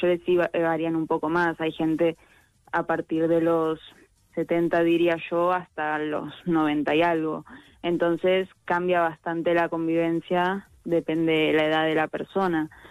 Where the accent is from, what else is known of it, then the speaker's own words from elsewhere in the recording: Argentina; now in Madrid, Spain; bueno, yo soy argentina, pero estoy estudiando aquí en Madrid